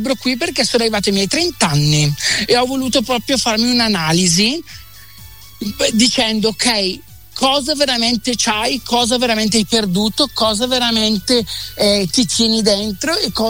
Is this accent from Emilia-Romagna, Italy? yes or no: no; Naples, Campania, Italy; Ma di più, amore, io proprio napoletano, cucciolo.